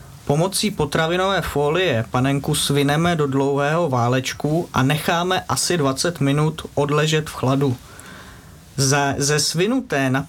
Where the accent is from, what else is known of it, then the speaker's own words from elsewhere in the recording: Jasená, Hradec Králové Region, Czechia; Z Jasené.